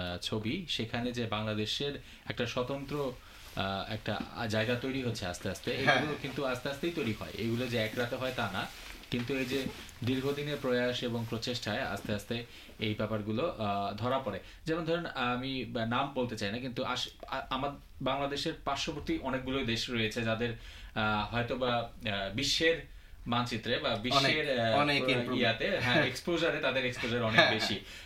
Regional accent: Bangladesh; moved away; আমাকে যদি কেউ জিজ্ঞেস করতো যে তুমি কোথা থেকে এসছো, তখন অনেক সময় বাংলাদেশের নাম বললে অনেকে বুঝতো না

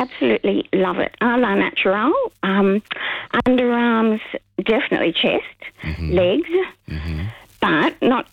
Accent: New South Wales, Australia; So I came from the Shire.

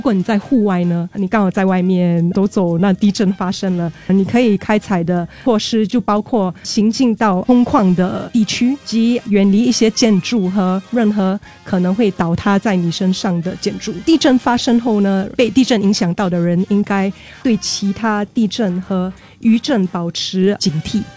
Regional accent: Singapore; 在我姐姐的家里，我们也是新加坡人嘛

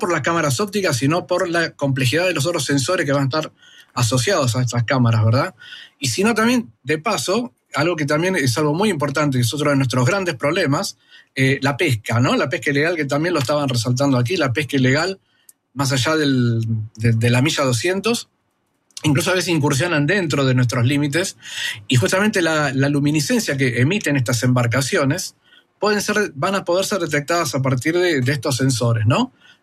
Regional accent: Argentina

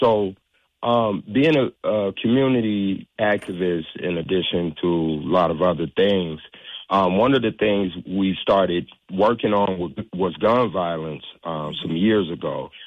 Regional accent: Gary, Indiana, United States; about him and I growing up in Gary, how we found our way to get on the right path

